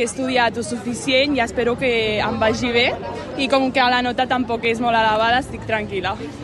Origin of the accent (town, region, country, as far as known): Malgrat de Mar, Catalonia, Spain